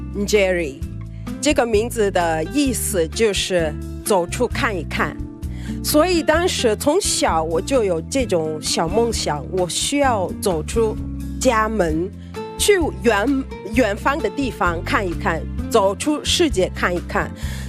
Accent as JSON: {"language": "Chinese", "country": "Kenya", "second_language": "Chinese", "said": "大家好，我是来自肯尼亚的"}